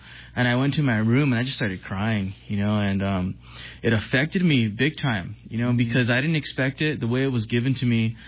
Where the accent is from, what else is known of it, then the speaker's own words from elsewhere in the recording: California, United States; I grew up in Cali. My father is... basically came across the border from Mexico when he was 5.